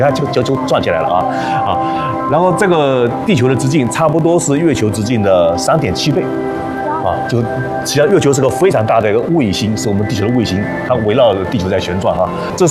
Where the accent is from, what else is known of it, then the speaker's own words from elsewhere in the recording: China; 我们中国人还特别厉害，